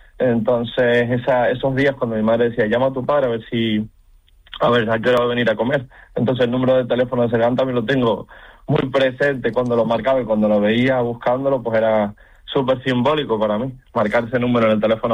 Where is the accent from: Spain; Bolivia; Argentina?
Spain; Canary Islands; Aparte de que me considero un canario completo, o sea, miro por y para Canarias.